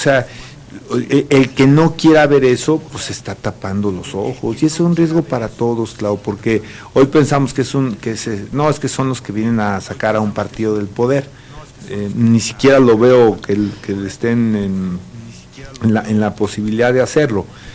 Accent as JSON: {"language": "Spanish", "country": "Mexico"}